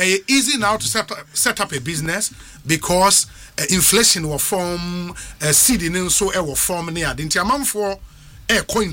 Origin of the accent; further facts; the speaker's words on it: Achem Asene, Eastern Region, Ghana; This road passes through my hometown, Achem Asene.